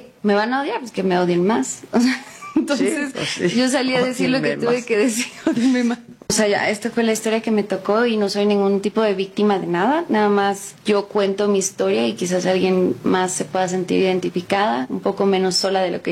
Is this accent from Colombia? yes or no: no; Los Angeles, California, United States; born there; pues yo nací en Los Ángeles. Claro. Tengo la nacionalidad mexicana.